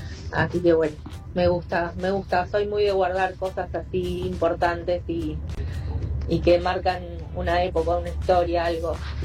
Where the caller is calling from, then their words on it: Paso del Rey, Buenos Aires Province, Argentina; de Paso del Rey